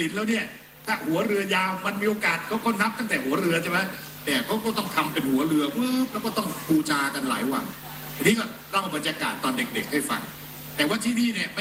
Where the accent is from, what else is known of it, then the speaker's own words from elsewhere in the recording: Chanthaburi, Thailand; ผมเกิดที่ริมน้ำจังหวัดจันทบุรีแล้วก็ผูกพันกับสายน้ำนะผมยังจำได้ว่าตอนเด็กๆเนี่ยก็ไปเชียร์เรือนะ